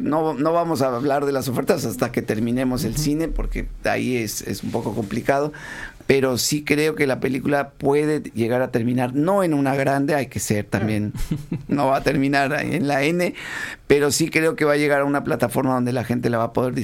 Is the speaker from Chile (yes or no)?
no; Uruguay; Yo sí sé, porque soy uruguaya.